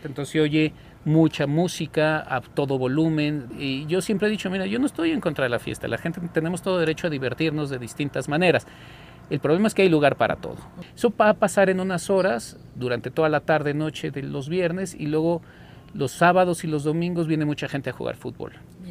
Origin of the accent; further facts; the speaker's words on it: Mexico; nuestra identidad como mexicanos.